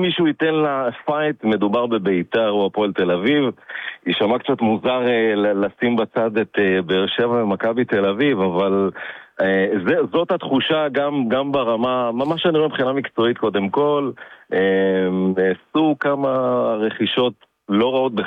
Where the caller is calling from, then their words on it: Ariel, West Bank, Palestine; אני מאריאל.